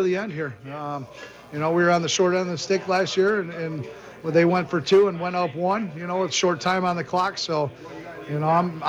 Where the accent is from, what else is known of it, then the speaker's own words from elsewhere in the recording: Ottawa, Illinois, United States; we're passing Ottawa, my hometown